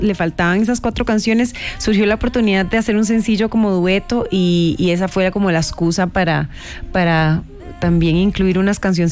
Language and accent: Spanish; Costa Rica; en mi país, en Costa Rica